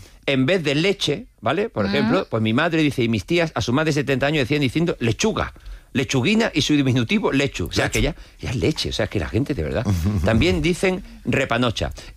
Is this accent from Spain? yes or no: yes; Los Navalucillos, Castilla-La Mancha, Spain; De mi pueblo, decía, los navalucillos en Toledo son más bien insultos